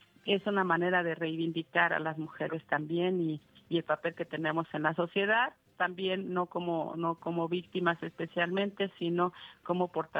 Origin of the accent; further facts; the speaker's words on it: Michoacán, Mexico; está dedicado a las mujeres de mi tierra y especialmente a las que viven en la zona de conflicto en la Tierra Caliente y en la Sierra Costa